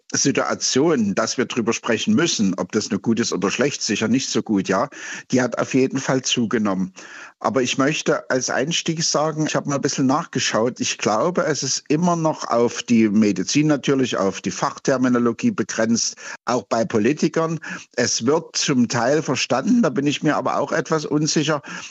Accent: Saxony, Germany; born there; moved away; Sie hören es vielleicht, ich komme ursprünglich aus Sachsen

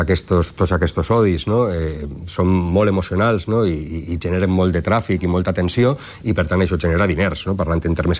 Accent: Valencian Community, Spain; com a valencià

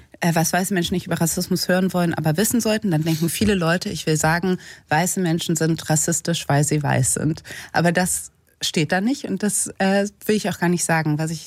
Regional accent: Cologne, North Rhine-Westphalia, Germany; Und ich bin in Köln aufgewachsen als Kind von einer Afroamerikanerin und einem Vater aus Düsseldorf, einen weißen Deutschen.

